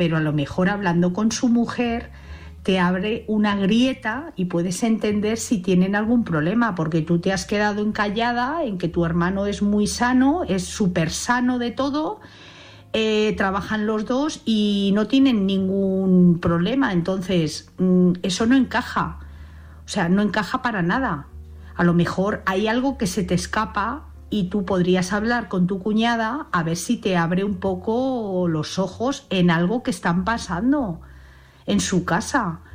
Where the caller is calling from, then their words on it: Madrid, Community of Madrid, Spain; de Madrid.